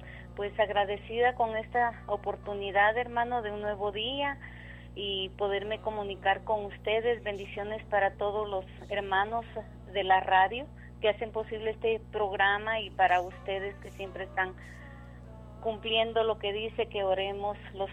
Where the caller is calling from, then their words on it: Reno, Nevada, United States; le hablo de Reno, Nevada.